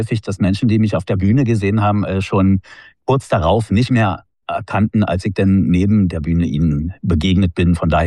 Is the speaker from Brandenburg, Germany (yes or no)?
yes; Wandlitz, Brandenburg, Germany; moved away as an adult; also born or lived in Berlin; Ja, ich bin vor 6 Jahren aus Berlin weggezogen. Also aufgewachsen bin ich in Wandlitz in der Gegend, also ein bisschen nördlich von Berlin.